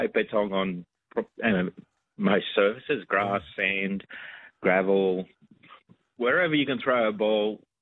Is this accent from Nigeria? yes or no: no; Belgium; English is a second language; now in Australia; I came from Belgium quite some time ago, 1966.